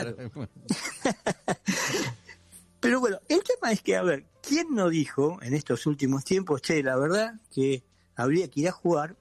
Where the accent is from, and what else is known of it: Argentina